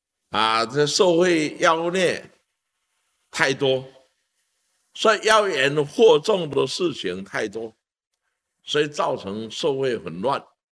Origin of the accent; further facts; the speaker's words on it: Taiwan; 我希望我们台湾人民啊，大家继续本了过去的善良心、慈悲心和爱心啊